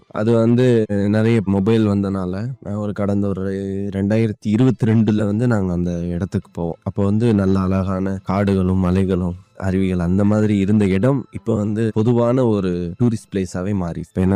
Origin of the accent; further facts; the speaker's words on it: Kodaikanal, Tamil Nadu, India; நான் பிறந்து வளர்ந்தது எல்லாமே கொடைக்கானல் தான்.